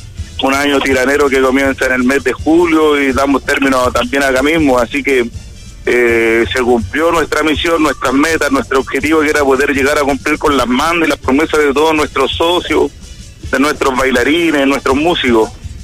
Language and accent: Spanish; Pedro de Valdivia, Antofagasta, Chile; now in Antofagasta, Chile; Nosotros venimos de Pedro de Valdivia, ¿ya? Estamos radicados en Antofagasta.